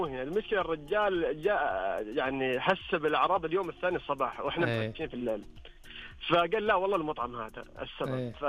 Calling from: Jazan, Jazan Province, Saudi Arabia; أنا من جازان

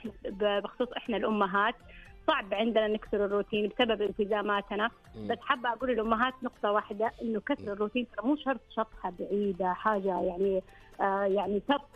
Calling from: Jeddah, Makkah Province, Saudi Arabia

